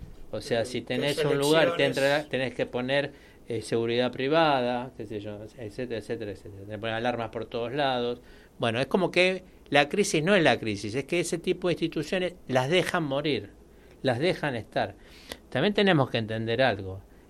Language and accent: Spanish; Argentina; Yo soy argentino